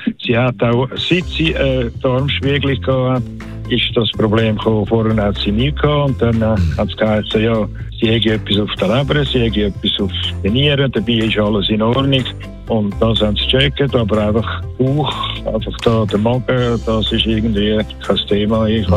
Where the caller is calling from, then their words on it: Stäfa, Zurich, Switzerland; Ich bin von Stefan